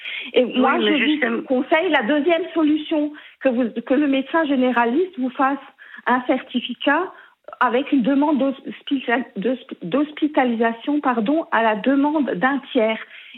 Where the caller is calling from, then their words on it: Grand Est, France; je suis en Alsace.